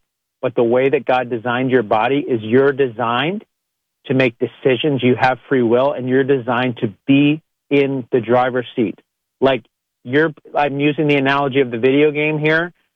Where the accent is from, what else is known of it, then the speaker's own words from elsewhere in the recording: Ontario, Canada; I grew up on the St. Lawrence River, small town in Eastern Ontario, Canada, kind of near the Thousand Islands, about 50 miles east of the Thousand Islands. St. Lawrence River, very beautiful, very scenic. And our town had this really nice dock area.